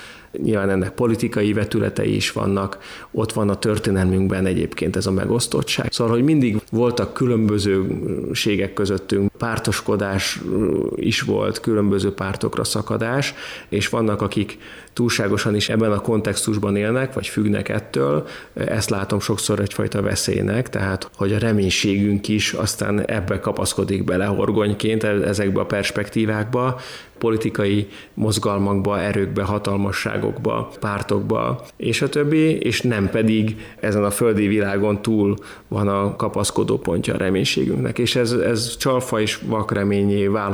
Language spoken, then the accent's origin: Hungarian; Hungary; magyarként úgy szoktuk magunkat definiálni, hogy milyen busongó nép vagyunk